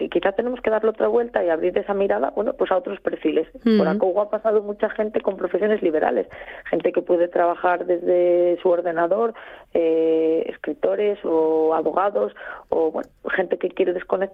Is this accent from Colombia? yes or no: no; Boal, Asturias, Spain; para los que somos de Boal